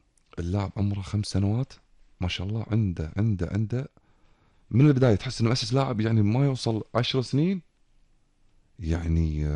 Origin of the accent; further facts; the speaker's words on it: Kuwait; عندنا بالكويت